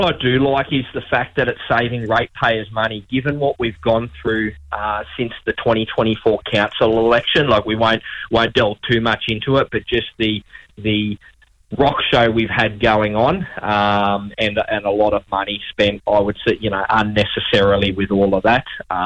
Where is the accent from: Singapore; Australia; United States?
Australia; Queensland; I grew up in Division 1 at Tumulla Beach out there. I finished primary school off at Rolling Stone State School and then graduated high school at St. Anthony's Catholic College at Deeringham before I went off to university to study to become a teacher.